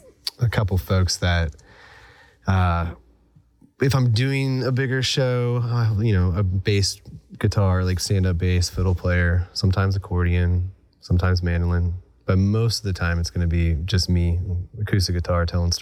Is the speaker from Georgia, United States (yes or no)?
yes; Marietta, Georgia, United States; I'm from Marietta, Georgia, and I play Americana folk singer-songwriter.